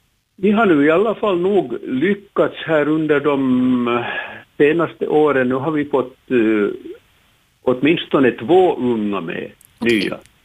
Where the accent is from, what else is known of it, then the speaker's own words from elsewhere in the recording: Dalsbruk, Southwest Finland, Finland; born there; now in Pargas, Finland; Jag är ju också i börden dalsbrukare, men jag har nu faktiskt bott i Pargas nu i över 50 år.